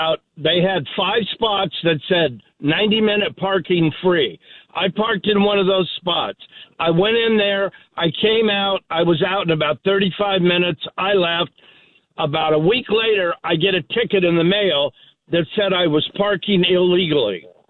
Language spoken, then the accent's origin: English; Long Beach, California, United States; I'll see you guys on the 6th of February in my hometown of Long Beach.